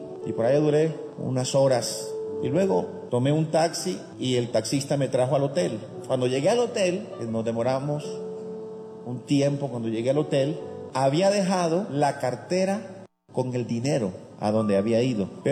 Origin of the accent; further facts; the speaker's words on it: Colombia; ¿de dónde viene usted? Le dije, de Colombia.